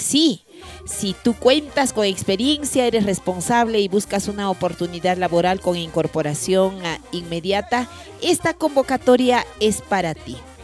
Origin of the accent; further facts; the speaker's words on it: Peru; como peruanos, sentimos orgullo de tanta riqueza natural